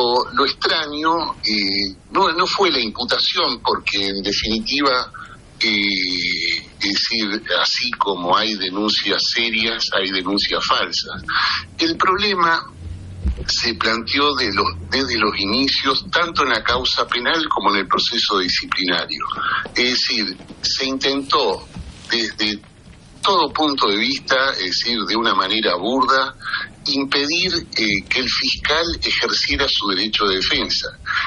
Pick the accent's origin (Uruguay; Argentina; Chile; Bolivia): Argentina; Santa Fe; moved away as an adult; now in Rosario, Argentina; yo soy de la zona.